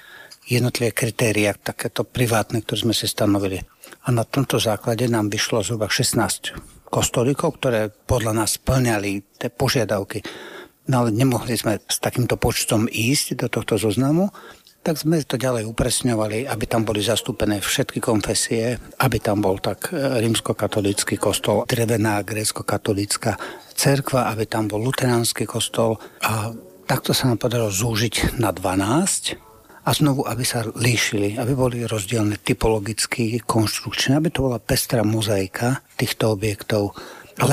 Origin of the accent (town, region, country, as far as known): Žilina Region, Slovakia